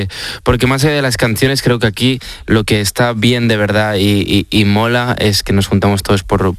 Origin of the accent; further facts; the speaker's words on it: Barcelona, Catalonia, Spain; yo soy un chico de Barcelona